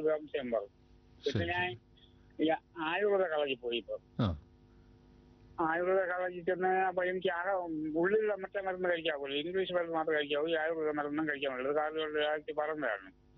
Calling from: Karnataka, India; ഞാൻ കർണാടകയിൽ നിന്നാണ്.

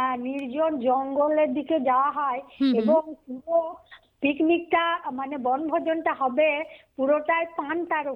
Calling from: Santiniketan, West Bengal, India; আমাদের এই শান্তিনিকেতন

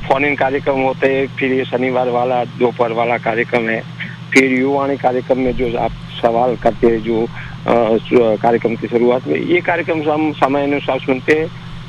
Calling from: Patan district, Gujarat, India; अभी यहाँ गुजरात में मैं रहता हूँ अहमदाबाद, और मेरा गांव का नाम डेर, तहसील जिला पाटन।

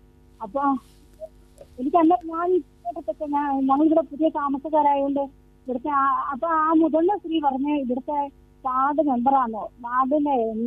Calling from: Thirumala, Kerala, India; ഞാൻ തിരുമലയിൽ നിന്നാണ് വിളിക്കുന്നത്.

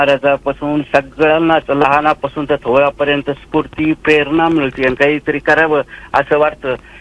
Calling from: Jalna, Maharashtra, India; मी मुक्काम पोस्ट रांजण जिल्हा जालना येथून … ज्येष्ठ रसिक श्रोता बोलतो सर.

